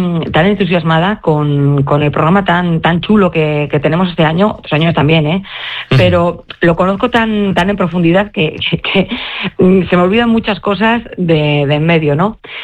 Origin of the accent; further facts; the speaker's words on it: Muskiz, Basque Country, Spain; Y somos de Muskiz, que no de Bilbao.